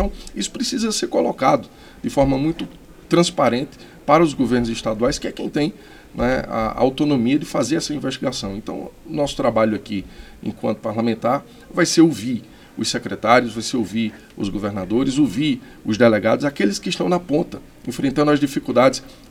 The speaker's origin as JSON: {"language": "Portuguese", "region": "Pernambuco", "country": "Brazil", "said": "Lá no meu estado de Pernambuco"}